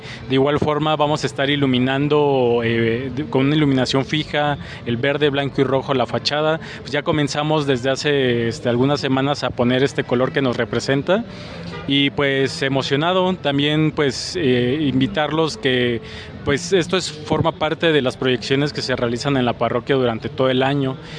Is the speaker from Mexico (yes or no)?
yes; Mexico; nos da identidad a nosotros como mexicanos